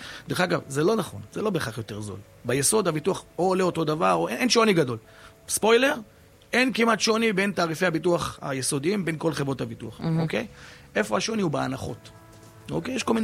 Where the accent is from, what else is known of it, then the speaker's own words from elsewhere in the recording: Southern District, Israel; אני מהנגב